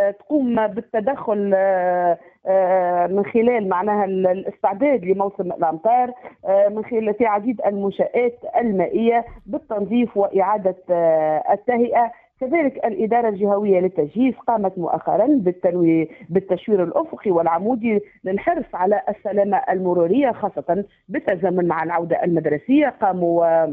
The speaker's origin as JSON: {"language": "Arabic", "region": "Kebili Governorate", "country": "Tunisia"}